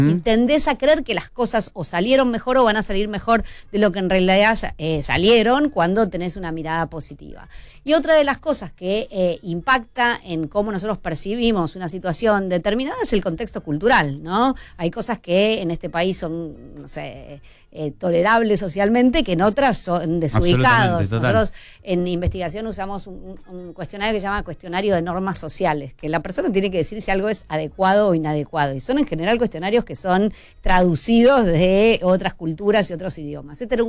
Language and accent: Spanish; Argentina; nos unimos todos como argentinos